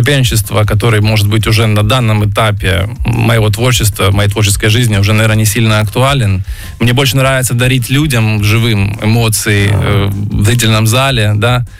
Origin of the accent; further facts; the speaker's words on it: Rostov-on-Don, Rostov Oblast, Russia; я из Ростова, ну, да, вы правильно сказали, это казачий край в том числе.